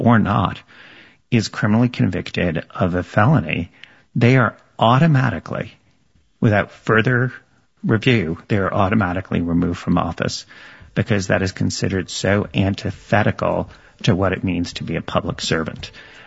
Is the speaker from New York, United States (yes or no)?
yes; New York, United States; let's just take my home state of New York.